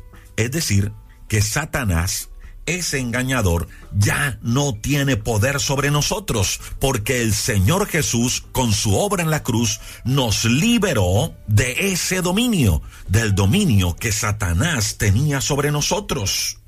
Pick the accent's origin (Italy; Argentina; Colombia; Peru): Colombia; Hoy celebramos en Colombia nuestra fiesta de independencia.